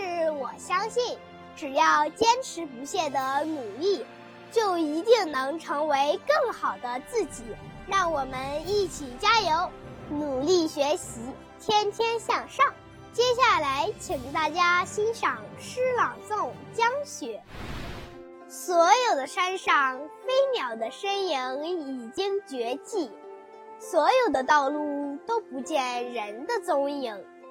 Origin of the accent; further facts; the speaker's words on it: Heze, Shandong, China; 今年10岁，我来自山东菏泽。